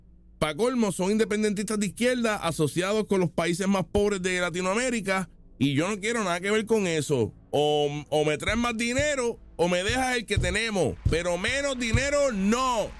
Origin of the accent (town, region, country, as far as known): Puerto Rico